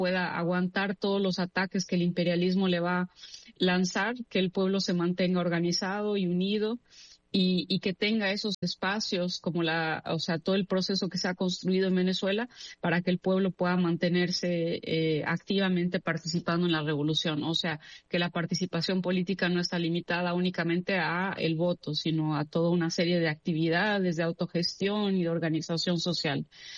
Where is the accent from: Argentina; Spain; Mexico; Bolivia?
Mexico; Yo soy mexicana